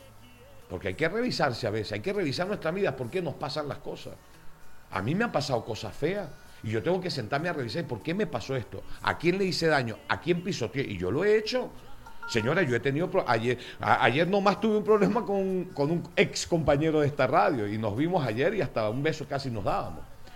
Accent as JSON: {"language": "Spanish", "region": "Mérida", "country": "Venezuela", "tie": "born or raised there", "also_born_or_lived": "El Vigía", "said": "Yo me crié en el Andrés Eloy, yo me crié en la Avenida Universidad, Ollada de Milla y Andrés Eloy Blanco. Pero nací en La Milagrosa."}